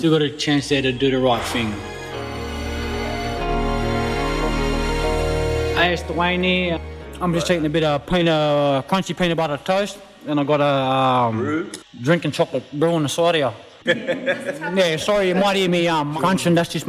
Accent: Sydney, New South Wales, Australia; born or raised there

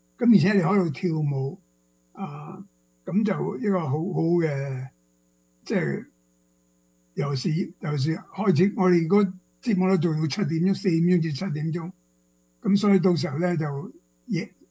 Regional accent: China; 呢啲係所以我中國人嘅習俗啦

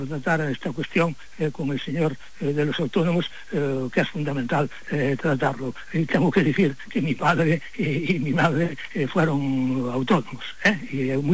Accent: Vegadeo, Asturias, Spain; Mis abuelos emigraron a Cuba. Buena parte de mi pueblo, en Vegadeo, fue emigrante.

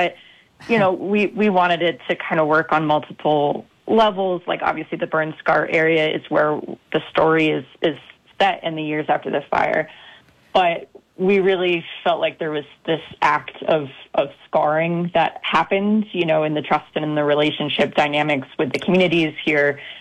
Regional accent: Maine, United States; moved away as an adult; now in Taos, United States; I grew up in the Northeast in Maine

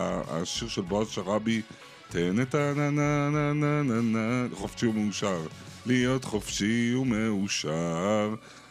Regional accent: Tel Aviv, Tel Aviv District, Israel; אני תל אביבי בנשמתי

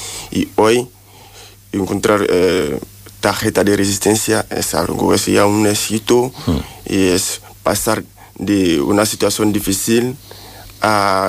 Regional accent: Jerez de la Frontera, Andalusia, Spain; Yo estoy de Jerez, soy de Jerez.

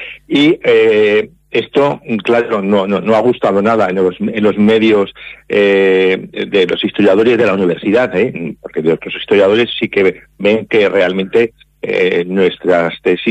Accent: Zaragoza, Aragon, Spain; yo soy mayor, estoy jubilado, pero yo desde que comencé mi carrera profesional, soy de Zaragoza

